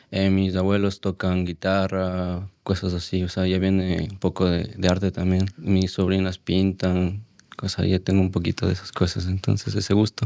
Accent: Quito, Pichincha, Ecuador; moved away; Soy de Quito, Ecuador.

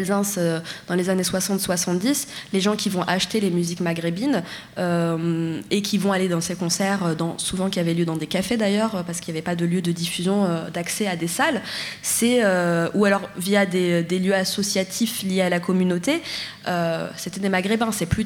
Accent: Paris, Île-de-France, France; now in Marseille, France; après de ce que j'ai compris en tant que parisienne, la plaine ça reste le centre de Marseille

